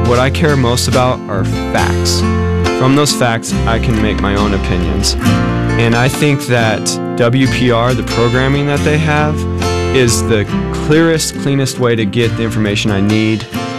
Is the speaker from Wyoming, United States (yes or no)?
yes; Gillette, Wyoming, United States; a longtime Wyoming resident. I grew up in Gillette.